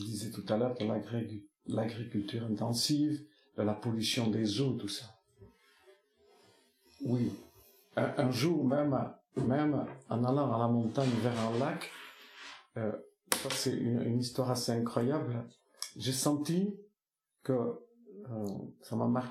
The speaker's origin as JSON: {"language": "French", "region": "Nouvelle-Aquitaine", "country": "France"}